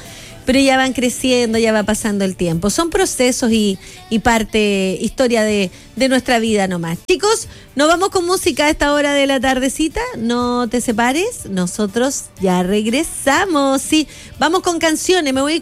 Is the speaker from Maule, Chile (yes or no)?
no; Antofagasta, Chile; yo soy del barrio de la Avenida Argentina, por ahí, Avelino Contardo, Pupín, ya. Ese sector, Antonino Toro.